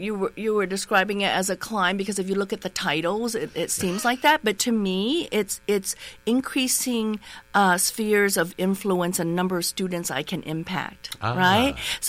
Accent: Houston, Texas, United States; born there; also born or lived in Da Lat, Vietnam / Colorado; first started in Colorado with a sponsor family, and then eventually relocated to the Houston area, which is where I had my middle school, high school

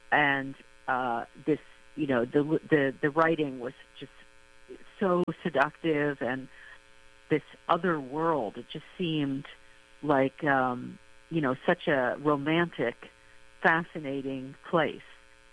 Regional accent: United States; I went there the first time when I was 22 years old as an American foreign exchange student.

